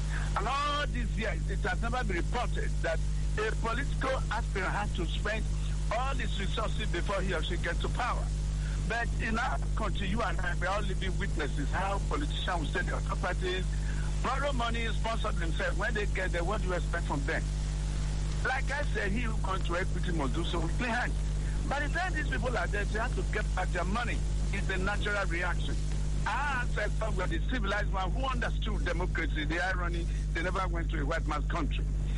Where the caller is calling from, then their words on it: Benin City, Edo, Nigeria; speaking from Benin City